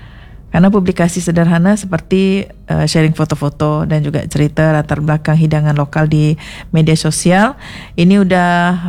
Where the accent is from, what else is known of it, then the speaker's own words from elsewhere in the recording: Pontianak, West Kalimantan, Indonesia; kita ini kan orang Pontianak ya